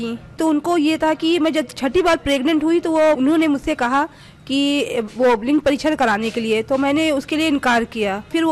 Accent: Kanpur, Uttar Pradesh, India; मैं कानपुर शहर से हूँ

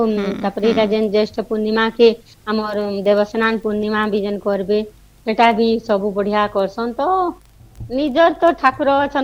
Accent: Odisha, India; ତାପରେ ଆମର ପାଖେ ବେଲେ 20-25 କିଲୋମିଟର ଆମର ଭଟଲି ଯେନ୍ ଯାଇଥିବେ, ଦଧିବାମନ ଜଗନ୍ନାଥ ମହାପ୍ରଭୁ, ଦଧିବାମନ ମହାପ୍ରଭୁଙ୍କର ତାଙ୍କର ରଥଯାତ୍ରା ଆମର ପଶ୍ଚିମ ଓଡ଼ିଶାର ସେଟା ଦ୍ୱିତୀୟ ପୁରୀ ବୋଲସନ୍

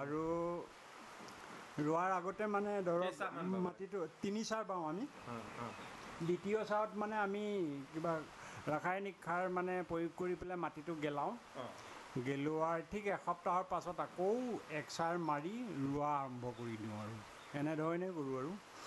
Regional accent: Raha, Assam, India; মোৰ গাঁও হ'ল ৰহা কামগাঁও।

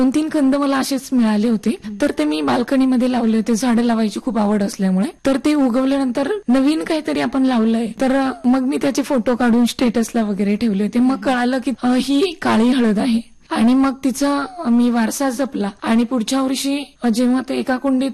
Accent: Kalambe, Maharashtra, India; moved away as an adult; also born or lived in Pune / Manchar; now in Golegaon, Junnar taluka, India; माझं मूळ गाव आंबेगाव तालुक्यातील कळंबे आहे.

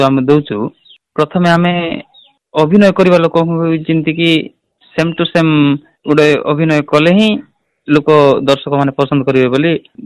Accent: Chandrasundiguda, Odisha, India; ମୋ ନିଜ ଗାଁରେ ଶିଖେଇଥିଲି ଚନ୍ଦ୍ରଶୁଣ୍ଡିଗୁଡ଼ା

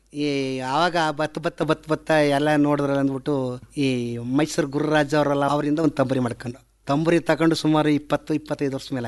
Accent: Rammanahalli, Karnataka, India; ನಮ್ಮ ರಮ್ಮನಹಳ್ಳಿಯವರೇ.

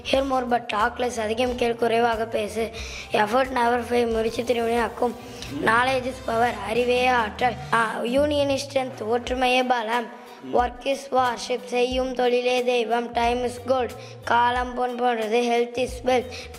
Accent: Sankagiri, Tamil Nadu, India; Sir Sankagiri.

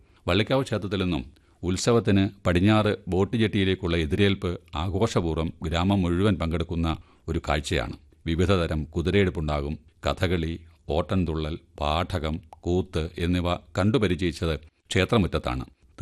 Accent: Clappana, Kerala, India; born or raised there

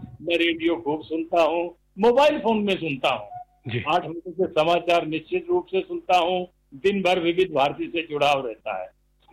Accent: Harsinghpura, Haryana, India; now in Hisar, India; मेरे गांव हरसिंहपुरा में, ये भी करनाल जिले में है

